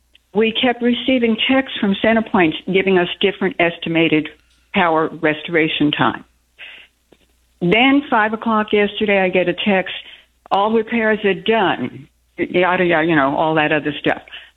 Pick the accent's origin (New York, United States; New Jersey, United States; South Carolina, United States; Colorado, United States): New York, United States; Brooklyn; now in Texas, United States